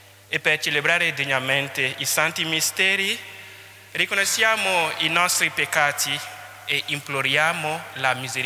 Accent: Burkina Faso; now in Venice, Italy; vengo dal Burkina Faso, abito in seminario e studio a Venezia.

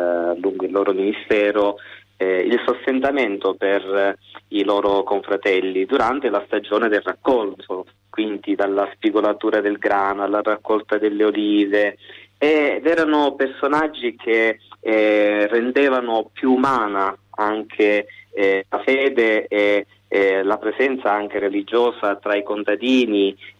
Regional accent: Sicily, Italy; sono voluto ritornare alla mia terra, in Sicilia, a riscoprire dei percorsi storici proprio nei luoghi dove sono cresciuto.

